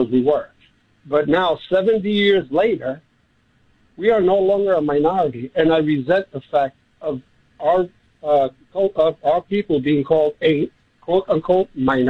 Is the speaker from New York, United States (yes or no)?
yes; Bronx, New York, United States; now in Bronxville, United States; I mean, I was born and raised in the Bronx, and we moved up there.